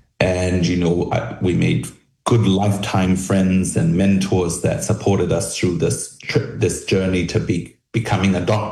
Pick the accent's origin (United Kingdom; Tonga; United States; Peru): Tonga; born there; Yeah, I was born in Tonga. My mum is Tongan and dad is Australian